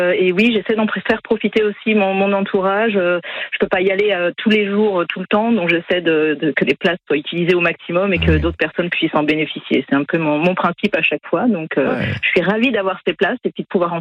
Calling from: Le Mans, Pays de la Loire, France; J'habite le Mans.

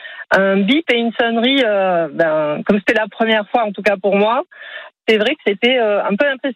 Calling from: Montpellier, Occitanie, France; Moi, je suis sur Montpellier, du coup, il y a plein de circulations

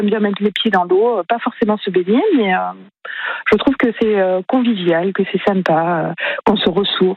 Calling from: Nouvelle-Aquitaine, France; Ben moi, je suis à Wayreleuil

